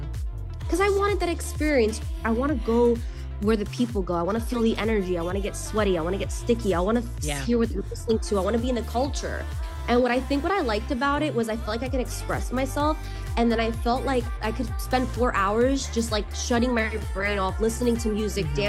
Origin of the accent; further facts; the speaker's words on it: New York City, New York, United States; like, both my parents are from Albania, my dad's an immigrant, like, My dad was like, when I was growing up in New York, everybody had these nice backyards